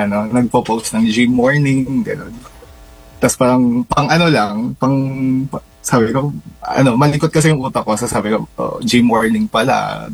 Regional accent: Bayombong, Cagayan Valley, Philippines; now in United States; Nueva Vizcaya kasi I'm very much proud of where I come from, and a lot of people don't know about it yet, pero it's a very promising province.

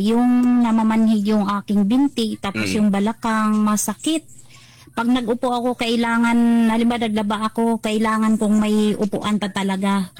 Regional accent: Maasin, Western Visayas, Philippines; Taga Maasin yung panay.

